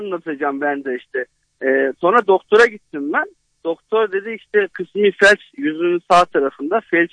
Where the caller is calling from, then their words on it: Ankara, Turkey; Merhabalar, Ankara'dan arıyorum.